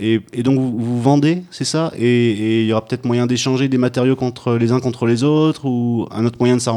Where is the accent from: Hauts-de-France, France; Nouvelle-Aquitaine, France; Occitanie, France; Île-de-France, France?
Occitanie, France; Toulouse; now in Ambert, France; je viens de Toulouse. Enfin, j'ai habité pas mal à Toulouse.